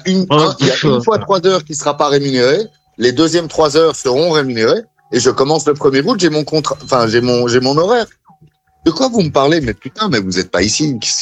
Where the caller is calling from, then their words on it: Belgium; T'as pas compris que j'étais en France en vacances et que j'habite en Belgique, non?